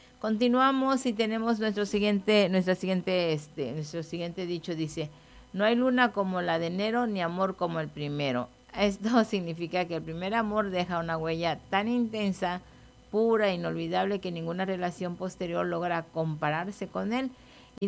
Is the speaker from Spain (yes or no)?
no; Chile; a escuchar con banda de mi tierra chilena